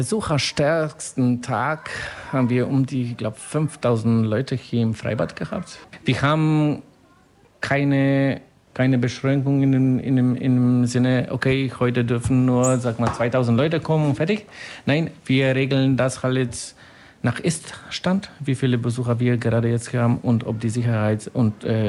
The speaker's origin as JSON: {"language": "German", "region": "Silesian Voivodeship", "country": "Poland", "second_language": "German", "moved": "yes", "lives_now": "Ulm, Germany", "said": "Ich komme direkt aus Polen, in Südpolen, in der Nähe von Katowice, aus Oberschlesien. Bin genauso so stolz wie die bayerische Anwohner hier in Deutschland. Das ist ziemlich ähnliche Mentalität und so. Da sind meine Wurzel, das ist meine Familie."}